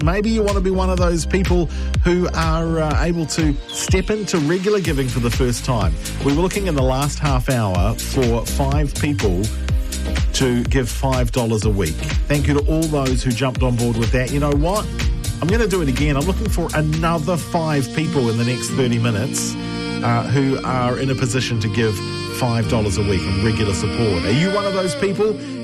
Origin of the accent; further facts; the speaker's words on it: Tauranga, Bay of Plenty, New Zealand; my hometown of Tauranga